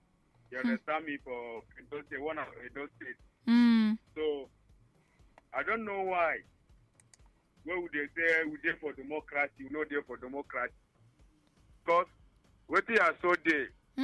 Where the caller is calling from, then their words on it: Nigeria; Calling from Night Mile.